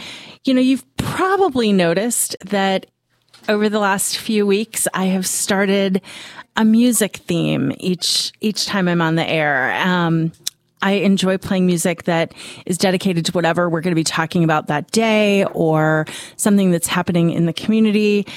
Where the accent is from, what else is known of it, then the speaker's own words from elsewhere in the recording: Chicago, Illinois, United States; moved away; we're both from Chicago